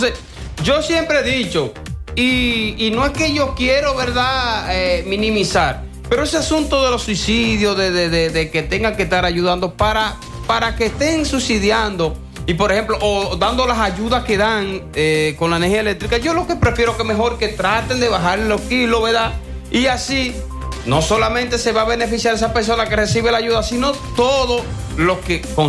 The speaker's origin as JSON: {"language": "Spanish", "country": "Dominican Republic", "said": "nosotros como dominicanos"}